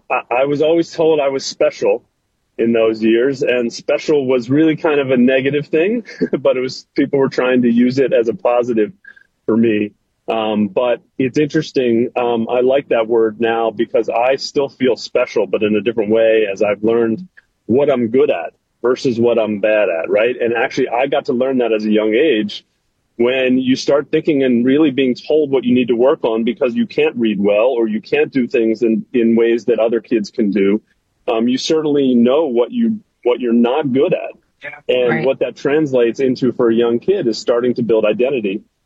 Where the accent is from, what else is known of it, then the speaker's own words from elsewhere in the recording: Baltimore, Maryland, United States; now in Philadelphia, United States; Yeah, so I live in suburban Philadelphia now, but I grew up in Baltimore.